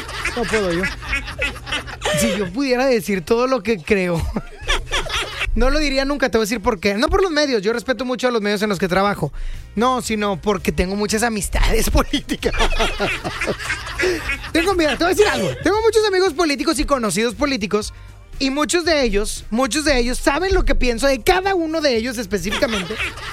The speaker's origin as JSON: {"language": "Spanish", "area": "San Nicolás", "region": "Nuevo León", "country": "Mexico", "tie": "born there", "also_born_or_lived": "Apodaca / General Escobedo", "said": "Nunca he vivido en Guadalupe. Nomás he vivido en tres municipios. Ya decidan ustedes. Nada más he vivido en San Nicolás, Apodaca y Escobedo. Uno de esos tres es."}